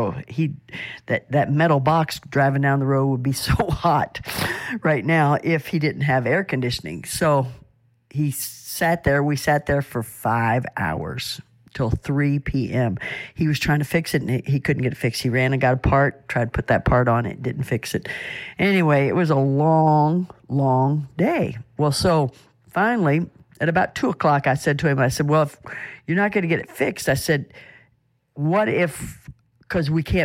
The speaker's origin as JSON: {"language": "English", "region": "West Virginia", "country": "United States", "said": "I'm from West Virginia, and we use the terminology, they go roundabout the outhouse."}